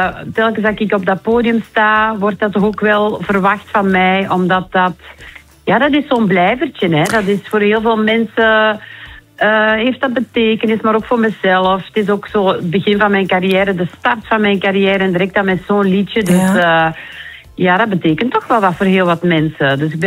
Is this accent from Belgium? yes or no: yes; Flanders, Belgium; moest ik van hot naar haar, zoals dat bij ons in de Kempen zeggen.